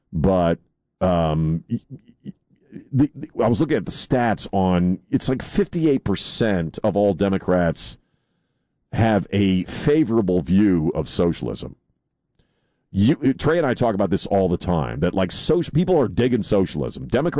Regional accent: Maryland, United States; I'm a child of the 80s growing up. I mean, I was surrounded by Democrats. I grew up in Maryland, which is one of the most liberal states in the country

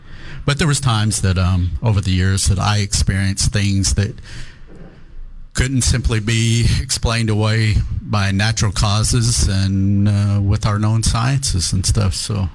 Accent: Tahlequah, Oklahoma, United States; I grew up in the Northeast Oklahoma in a little town called Tahlequah, Oklahoma, which is the capital of Cherokee Nation. My mother was from there.

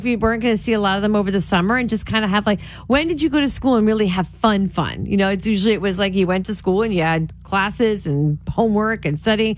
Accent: New York, United States; Because I'm from New York.

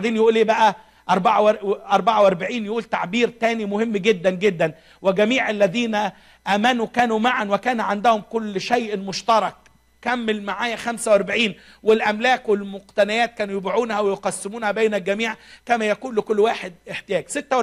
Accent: Egypt; الكبار الاتقياء عندنا في مصر كانش يعملوا حاجه يوم الحد ده خالص،

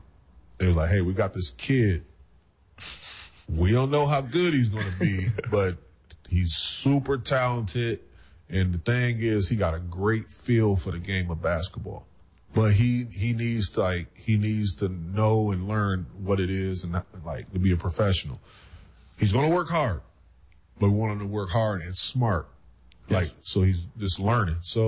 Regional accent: Milwaukee, Wisconsin, United States; born there

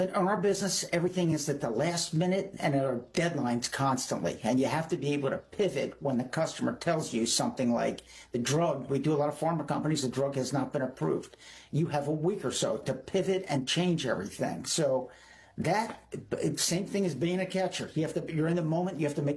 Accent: Somerdale, New Jersey, United States; Somerdale, New Jersey, which is South Jersey.

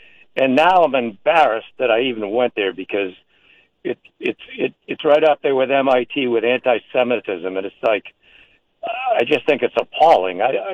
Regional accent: Scituate, Massachusetts, United States; Hey, Howie. I'm an Irish kid from Scituate. I went to Emerson College in 1967.

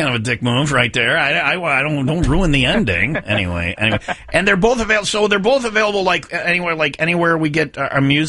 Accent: Wisconsin, United States; We grew up in Wisconsin

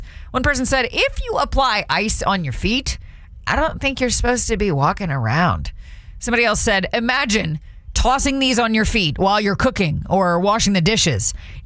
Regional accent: United States; I'm American.

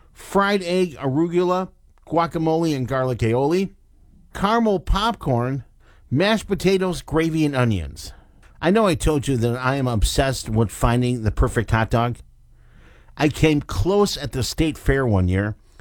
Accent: Chicago, Illinois, United States; I grew up in Chicago. And those from the Windy City take their hot dogs pretty seriously.

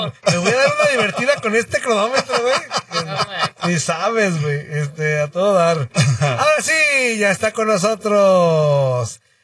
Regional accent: Mexico; ¡No somos ticos, somos mexicanos!

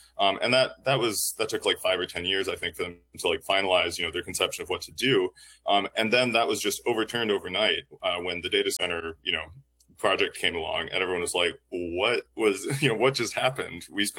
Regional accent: Duluth, Minnesota, United States; I can tell you about a story from my hometown, Duluth, Minnesota.

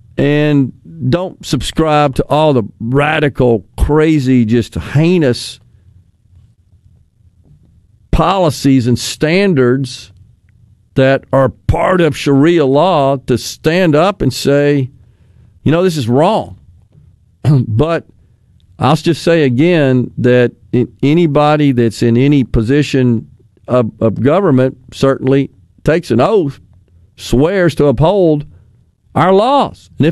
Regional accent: Mississippi, United States; I'm from Bolivar County.

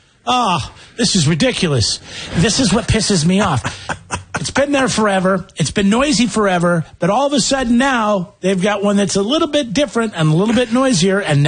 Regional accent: Washington, United States; moved away; where I grew up in the Northwest, there's McCord Air Force Base

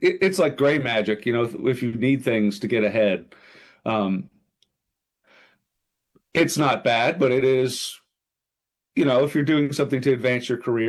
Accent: Pennsylvania, United States; No, I'm originally from Pennsylvania.

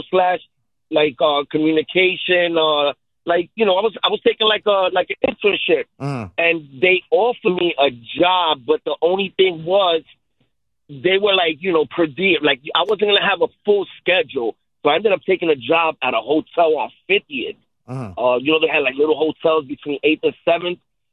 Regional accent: New York, United States; Because, you know, as a New Yorker, I didn't really go in much.

